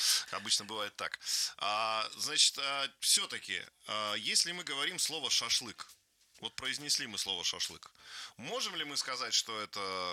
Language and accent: Russian; Belarus; мы, значит, белорусы